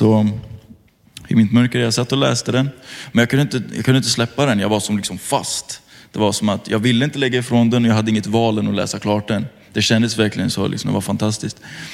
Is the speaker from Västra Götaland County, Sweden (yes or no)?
yes; Götene, Västra Götaland County, Sweden; moved away; jag är egentligen ifrån Götene. Alla här borde känna igen det, tänker jag. Liten håla liksom.